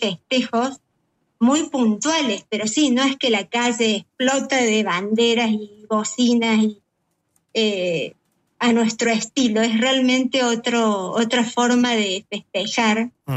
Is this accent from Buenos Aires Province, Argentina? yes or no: no; Córdoba, Argentina; moved away as an adult; also born or lived in Villa Allende; now in Switzerland; Somos los cuatro cordobeses, mi marido y mis dos hijos, que nos vinimos, bueno, por trabajo y acá estamos, pero bueno, el corazón sigue obviamente allá y vamos siempre y bueno, culturalmente somos argentinos acá, sí, también.